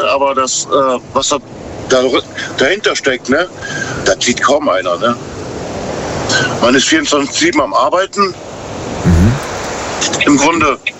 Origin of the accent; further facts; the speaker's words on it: Rhineland, Germany; Also ich bin Rheinländer. Bin eigentlich zu 90% immer gut gelaunt.